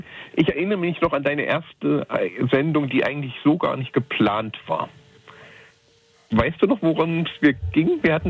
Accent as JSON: {"language": "German", "town": "Erfurt", "region": "Thuringia", "country": "Germany", "said": "ich komme aus Erfurt und wir wissen beide, was an Erfurt an diesem Wochenende hier los ist."}